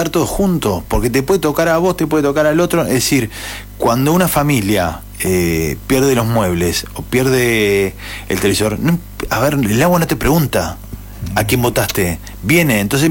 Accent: Dolores, Buenos Aires Province, Argentina; hay momentos donde tenemos que ser dolorenses.

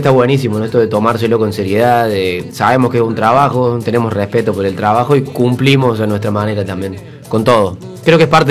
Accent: Córdoba, Argentina; yo también soy cuartetero, cordobés y cuartetero

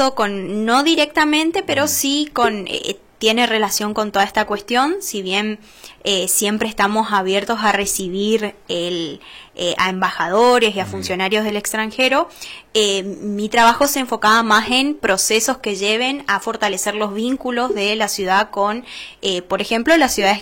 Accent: Argentina; muy agradecida de poder estar haciéndolo en mi ciudad natal, que bueno, que esa es Peña

